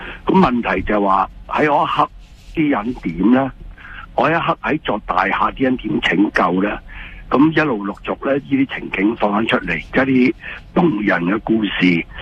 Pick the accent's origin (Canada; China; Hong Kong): Canada; 可以講喺特朗普對我哋加拿大人嘅關税嗰個嘅襲擊